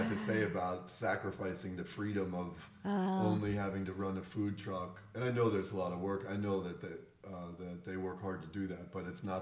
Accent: New York, United States; I'm a West Coast guy. I love the West Coast. I'm a New Yorker for sure.

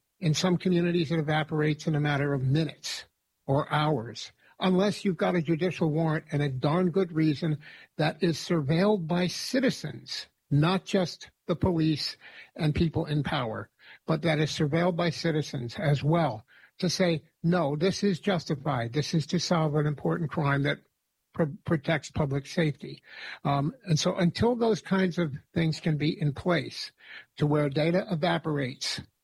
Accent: Troy, New York, United States; I'm from Troy originally, and went to Troy High, class of 70.

